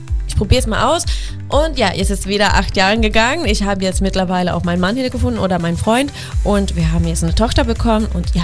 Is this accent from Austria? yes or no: no; Sweden; now in Germany; Also ich liebe Schweden. Ich bin wirklich, also ich liebe meine Heimat und meine Heimat liegt mich wirklich ganz am Herzen und ich bin wirklich manchmal sehr zwiegespaltet, wo ich eigentlich sein muss, aber ich habe mich dann für Deutschland entschieden